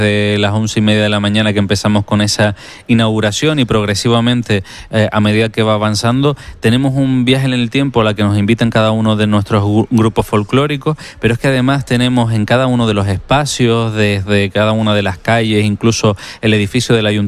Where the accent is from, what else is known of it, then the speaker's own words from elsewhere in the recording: Canary Islands, Spain; lo que nos identifica también como canarios.